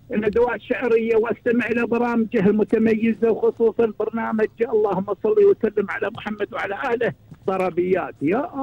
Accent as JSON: {"language": "Arabic", "country": "Qatar", "tie": "born there", "said": "انا ما انسى قريتي قريه مغيخ"}